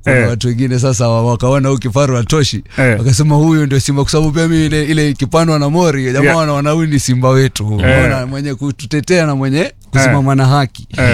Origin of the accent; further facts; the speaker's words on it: Nairobi, Kenya; Ushago yangu ni South Sea na nimeishi South Sea. Kwa hivyo nyumbani ni South Sea. Mambo ya mambo ya Langata yananihu, yananihusu. So nimekulia pale tangu udogoni. Tuko yani kwa miaka mingi tumeishi